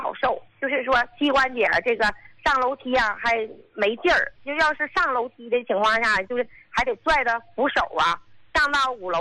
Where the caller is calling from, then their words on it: Qinhuangdao, Hebei, China; 胡老，我是秦皇岛的，